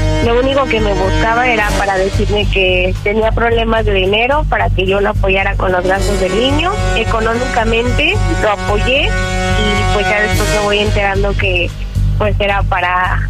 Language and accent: Spanish; León, Guanajuato, Mexico; Tengo 29 y soy de León, Guanajuato.